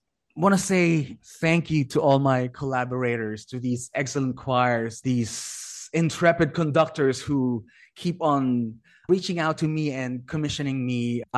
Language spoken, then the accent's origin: English; Lucena City, Quezon, Philippines; a choir from my hometown, Lucena City.